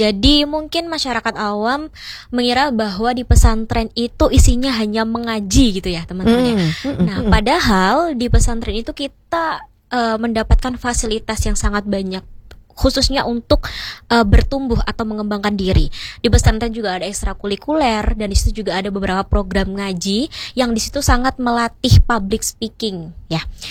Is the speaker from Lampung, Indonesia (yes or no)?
yes; Pasir Sakti, Lampung, Indonesia; now in Yogyakarta, Indonesia; Ya, tepatnya ada di Lampung Timur, Kecamatan Pasir Sakti.